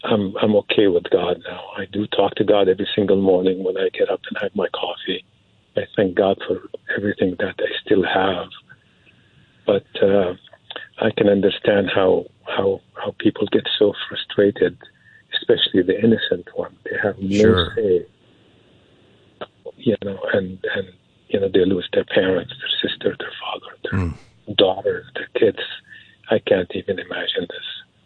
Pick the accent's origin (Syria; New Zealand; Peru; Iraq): Syria; moved away as an adult; now in United States; I'm a big believer in God, because I'm from Syria. I grew up in Syria, and I came to this country at 18